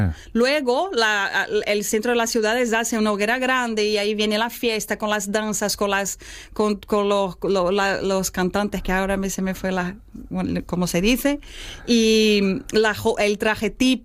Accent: Brazil; now in Galicia, Spain

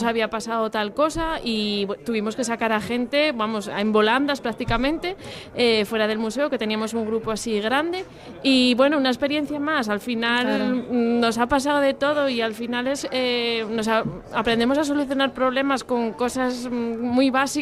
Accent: Gijón, Asturias, Spain; yo soy de Gijón

